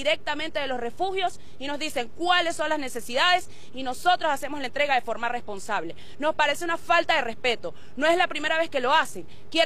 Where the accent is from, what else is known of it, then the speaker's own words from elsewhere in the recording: Venezuela; Somos los estudiantes y somos los venezolanos quienes nos organizamos desde el día número uno